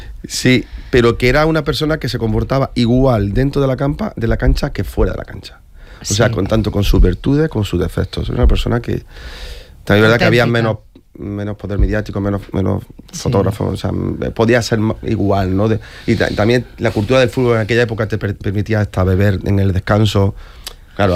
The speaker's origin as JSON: {"language": "Spanish", "town": "Córdoba", "region": "Andalusia", "country": "Spain", "tie": "born or raised there", "said": "yo soy de Córdoba, natural de Córdoba, aunque llevo aquí más de 20 años viviendo"}